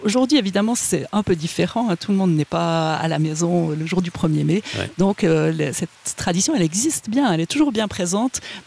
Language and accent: French; Marsens, Fribourg, Switzerland; Oui, tout à fait. Je viens de Huipens et Marsens.